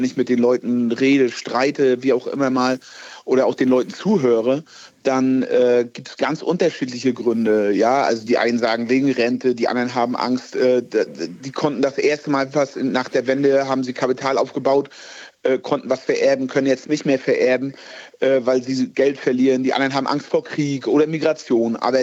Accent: East Germany, Germany; ich komme aus dem Bundesland, wo das erste Mal die CDU es nicht mehr in den Landtag geschafft hat.

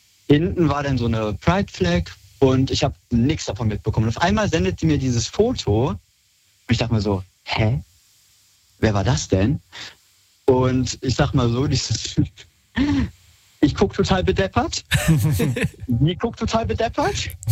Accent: Solingen, North Rhine-Westphalia, Germany; Hier in meiner Heimatstadt, Solingen, da ist der CSD so ein bisschen gewachsen

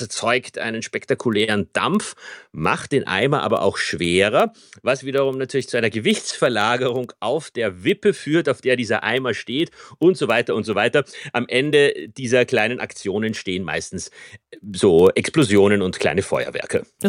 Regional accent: Vienna, Austria; Sie ist ein Tausendsasser, wie man bei uns in Wien sagt.

